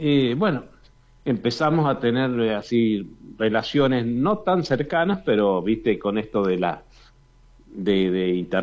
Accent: Brinkmann, Córdoba, Argentina; moved away as an adult; now in San Francisco, Argentina; no, yo soy de Brinkman, oriundo

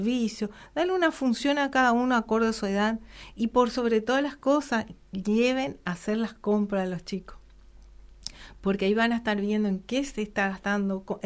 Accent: Argentina

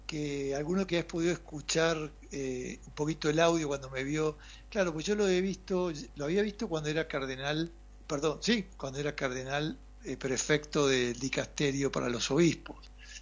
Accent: Argentina; soy de Argentina

